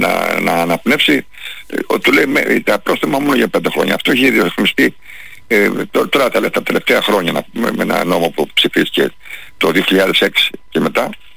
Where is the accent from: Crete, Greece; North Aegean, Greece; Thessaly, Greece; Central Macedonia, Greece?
Crete, Greece; Chania; στα Χανιά, στην πατρίδα μου, που λέω τώρα εγώ.